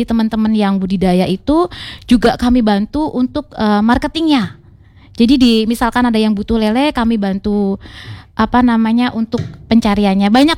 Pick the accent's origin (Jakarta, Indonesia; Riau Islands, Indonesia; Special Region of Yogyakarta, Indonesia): Special Region of Yogyakarta, Indonesia; Yogyakarta; Kebetulan karena asli kami dari Jogja ya, Kak.